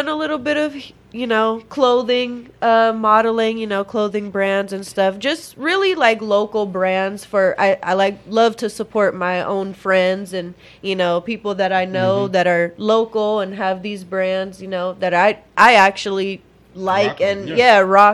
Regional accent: Ontario, California, United States; I'm from Ontario, so I mean, you know. Shout out Creekview. Shout out Gracie Oakley. Shout out Colony.

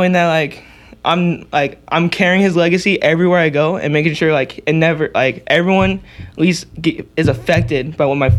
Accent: Corona, California, United States; also born or lived in Bakersfield, California / Anaheim Hills, California; I was born in Bakersfield, California.

